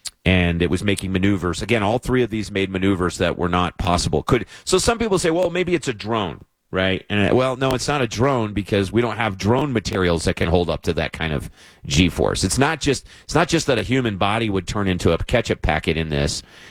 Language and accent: English; Arizona, United States; growing up in Arizona, which is a high hot spot.